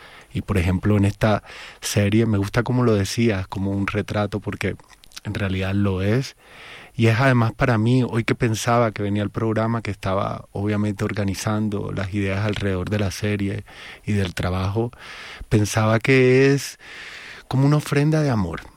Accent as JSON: {"language": "Spanish", "town": "Cartagena", "region": "Bolívar", "country": "Colombia", "tie": "born or raised there", "moved": "as an adult", "lives_now": "Bogotá, Colombia", "said": "Y yo soy de Cartagena"}